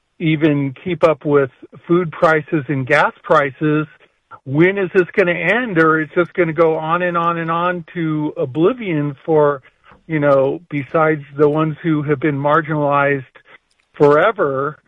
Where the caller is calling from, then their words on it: San Jose, California, United States; I'm a retired teacher in San Jose. I was a special ed educator, and I live in Silicon Valley